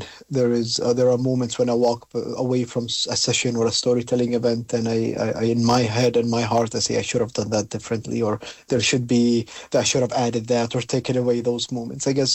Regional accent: Palestine; When I tell people I'm from Palestine

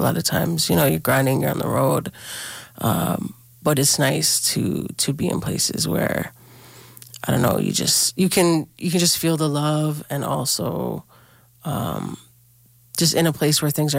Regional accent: Toronto, Ontario, Canada; growing up in Toronto, we obviously, you know, grow up listening to certain things and influences.

